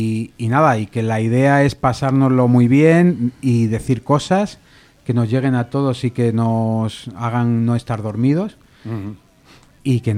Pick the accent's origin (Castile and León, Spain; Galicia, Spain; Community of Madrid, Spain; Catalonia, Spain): Community of Madrid, Spain; Madrid; now in Daganzo, Spain; yo, aunque llevo 20 y tantos años en Daganzo, soy de Barrio del Pilar.